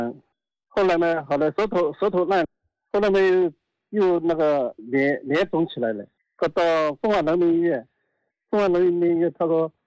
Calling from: Fenghua, Zhejiang, China; 我是奉化的。

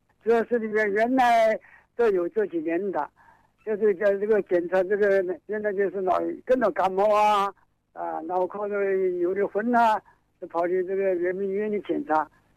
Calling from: Xiantao, Hubei, China; 我是仙桃啊，过河

